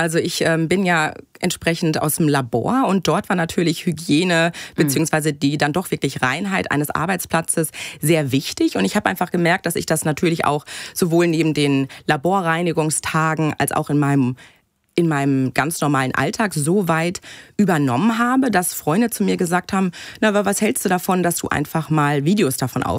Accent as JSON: {"language": "German", "town": "Bochum", "region": "North Rhine-Westphalia", "country": "Germany", "tie": "born or raised there", "said": "Ich komme gebürtig aus Bochum, richtig. Meine Oma, die war aber ansässig in Herne"}